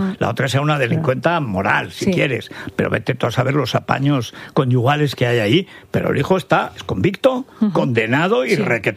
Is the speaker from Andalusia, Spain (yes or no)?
no; Teruel, Aragon, Spain; Y yo, que eso no soy nada noruego, porque en Teruel somos pocos noruegos